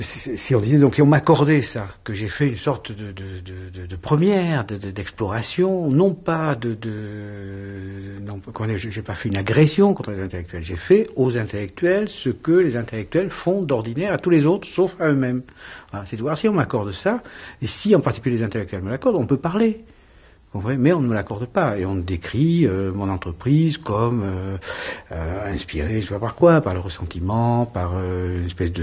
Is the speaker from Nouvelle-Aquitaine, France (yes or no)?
yes; Nouvelle-Aquitaine, France; Je viens d'un tout petit village du Béarn, du sud-ouest de la France, et d'une famille de tout petits fonctionnaires.